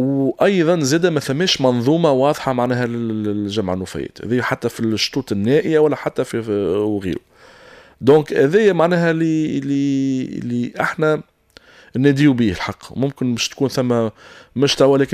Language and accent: Arabic; Tunisia